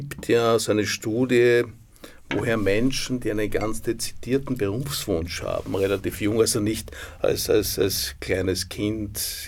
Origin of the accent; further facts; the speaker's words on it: Austria; dass ich heute jetzt als Österreicher da bei dieser tollen internationalen Bank dann in London, New York bin